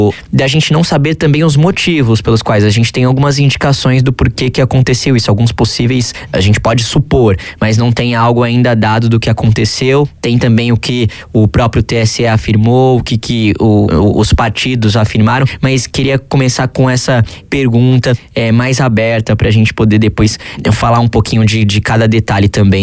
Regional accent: São Paulo, Brazil; Como eu sou de São Paulo, muitas vezes tenho uma dificuldade aqui de lembrar qual é a universidade.

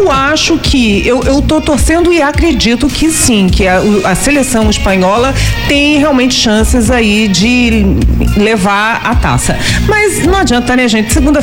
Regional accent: Brazil

